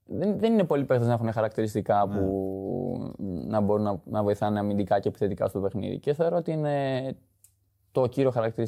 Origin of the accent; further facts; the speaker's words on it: Heraklion, Crete, Greece; Εγώ δεν έχω μεγαλώσει, δηλαδή από μωράκι εδώ είμαι. Και όταν με ρωτάνε από πού είσαι, εγώ λέω από το Ηράκλειο, από την Κρήτη.